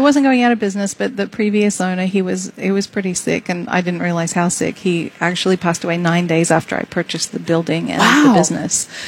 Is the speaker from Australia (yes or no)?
yes; Australia; moved away as an adult; also born or lived in Mojave, California; now in Illinois, United States; I'm not from around here. No, I'm Australian.